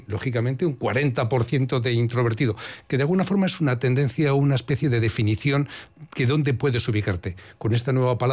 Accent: Bilbao, Basque Country, Spain; moved away; Yo cuando me preguntan de dónde eres, digo, de Deusto. Y luego hace tiempo que no vivo en Deusto

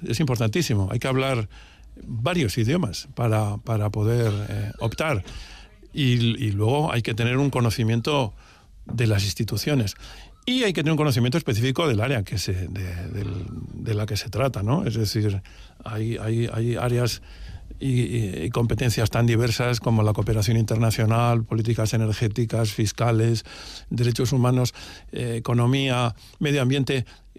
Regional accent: Bilbao, Basque Country, Spain; moved away as an adult; also born or lived in Moscow / United States; yo llegué con una criatura, ¿no? sin recuerdos, ¿no? Y bueno, viví aquí y estudié aquí.

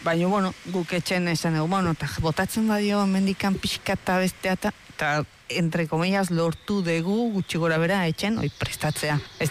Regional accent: Mexico; Tani, bueno, ezke mexikarra naiz, dakitzer, eta esaten diat, nola da posible.

